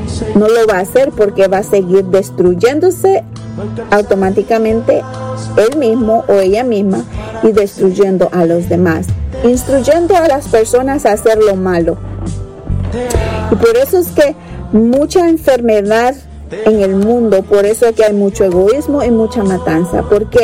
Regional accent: El Salvador; Yo crecí en El Salvador, en un pueblito, caserío llamado Planta Vieja, y el cantón era Resbaladero.

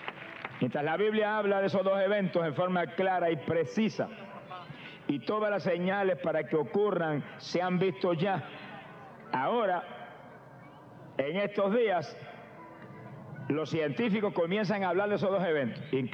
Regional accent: Camuy, Puerto Rico; en mi pueblo de Camuy, allá en Puerto Rico

